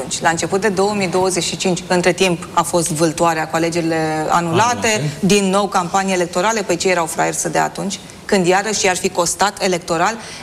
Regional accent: Romania; Eu cred că în momentul ăsta putem să spunem că programul este un eșec pentru că noi suntem români.

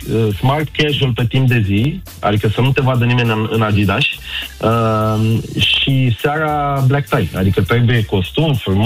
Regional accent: Bucharest, Romania; pentru un copil așa simplu cum sunt eu din Colentina Tei

